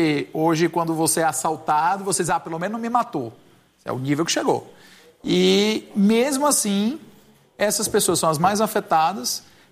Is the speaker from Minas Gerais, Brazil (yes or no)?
no; Ceará, Brazil; Eu sou cearense, tá?